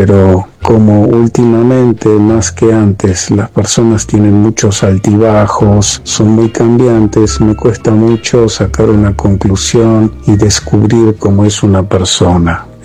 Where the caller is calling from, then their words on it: Villa Ballester, Buenos Aires Province, Argentina; vivo en Villa Ballester